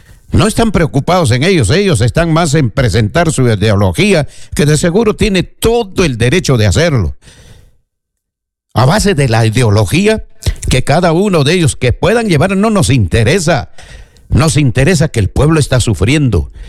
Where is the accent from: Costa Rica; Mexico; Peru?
Peru; A nosotros como peruanos nos interesa los dos que participen en el Perú.